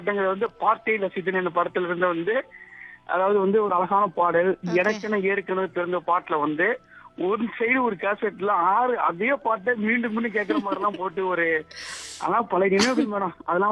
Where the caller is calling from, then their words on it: Tiruvarur, Tamil Nadu, India; நான் திருவாரூர் கொடிக்கால் பாளையத்திலிருந்து